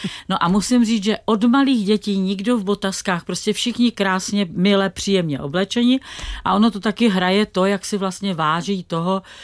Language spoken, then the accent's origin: Czech; Prague, Czechia; jelikož já jsem jako Pražák, že jo, a vlastně na konzervatoři jsem učila několik desítek let na pražské konzervatoři